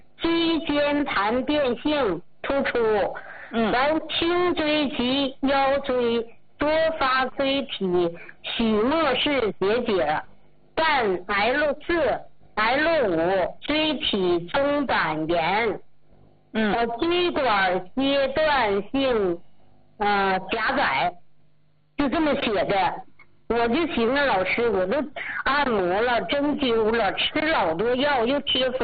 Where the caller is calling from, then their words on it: Changchun, Jilin, China; 我是长春的，今年74岁，一个老太太。